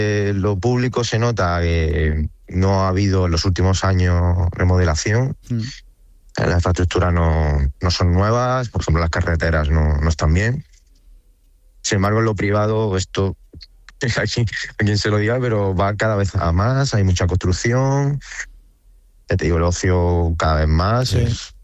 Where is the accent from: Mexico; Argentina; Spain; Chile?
Spain; moved away as an adult; now in Ukraine; somos 5 españoles en el cuerpo técnico